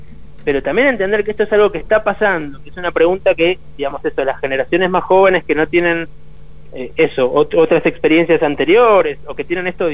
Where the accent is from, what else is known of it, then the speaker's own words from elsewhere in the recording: Argentina; nosotros somos argentinos